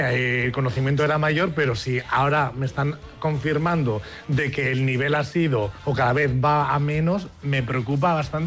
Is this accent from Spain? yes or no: yes; Basque Country, Spain; nosotros somos muy de Guipúzcoa, total, que es donde supuestamente el euskera, claro, más se habla el euskera.